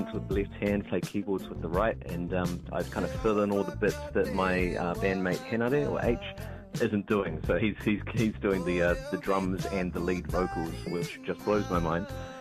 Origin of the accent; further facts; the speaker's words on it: Christchurch, Canterbury, New Zealand; I am from … from beautiful Ōtutahi, Christchurch, right in the heart of the South Island, Te Waipounamu.